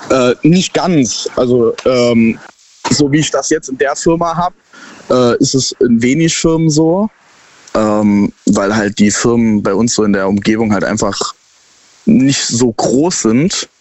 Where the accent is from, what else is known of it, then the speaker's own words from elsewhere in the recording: Saarbrücken, Saarland, Germany; Ich komme aus Saarbrücken.